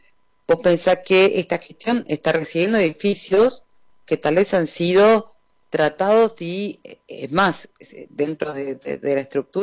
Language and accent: Spanish; San Martín de los Andes, Neuquén, Argentina; Yo vengo de San Martín de los Andes y hay una comunidad educativa muy activa.